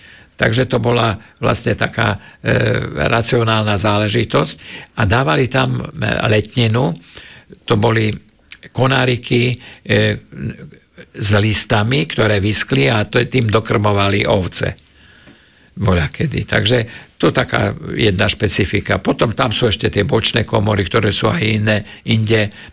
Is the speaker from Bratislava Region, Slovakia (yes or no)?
yes; Bratislava, Bratislava Region, Slovakia; boli som napríklad ešte ako Bratislavčan som bol prezentovať Bratislavu v Ulme na Dunajskom jarmoku